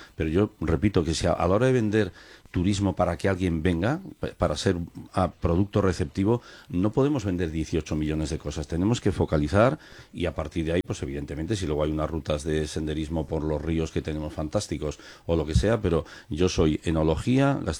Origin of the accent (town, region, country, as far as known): Aranda de Duero, Castile and León, Spain